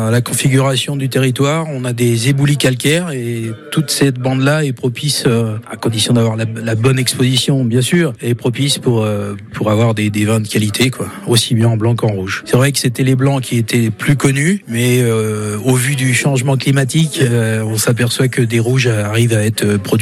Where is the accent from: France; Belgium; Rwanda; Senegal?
France; Loire Valley; Moi je viens du Val-de-Loire.